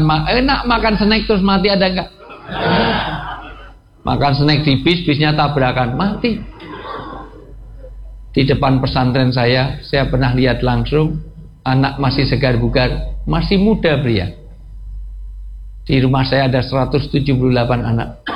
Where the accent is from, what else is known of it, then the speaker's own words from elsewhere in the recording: Java, Indonesia; saya asli orang Jawa.